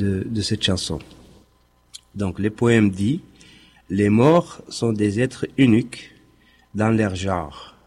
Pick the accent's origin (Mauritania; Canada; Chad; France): Mauritania; moved away; comme l'a dit mon ami Hiver. Je suis mauritanien, donc du pays de la Mauritanie, qui est donc le pays des ethnies maures.